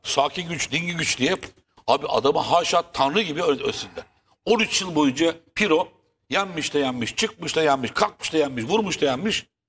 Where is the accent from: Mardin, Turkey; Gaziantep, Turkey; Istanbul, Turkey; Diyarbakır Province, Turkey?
Istanbul, Turkey; İstanbul'da yaşıyorum ben. Doğma büyüme İstanbulluyum ben.